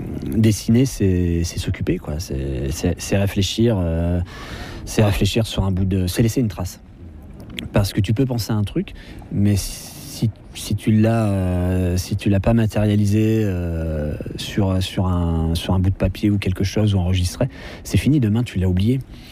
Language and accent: French; Hauts-de-France, France; moved away; natif du Nord, d'avoir passé mon enfance dans l'Artois, sur l'ancienne ligne de front de 14-18, donc quelque chose qui est complètement dévasté, monoculture, il n'y a pas d'arbres, il n'y a pas de cours d'eau, pas pollué, il n'y a pas de vie